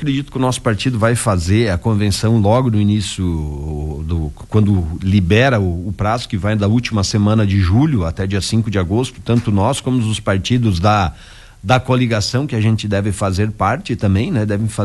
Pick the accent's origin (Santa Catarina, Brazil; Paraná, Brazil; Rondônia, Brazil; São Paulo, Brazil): Santa Catarina, Brazil; Mondaí; eu nasci e fui criado aqui em Santa Catarina, a gente sempre teve essa paixão, esse gosto pela política. Minha irmã foi vereadora lá na minha terra natal, em Mondaí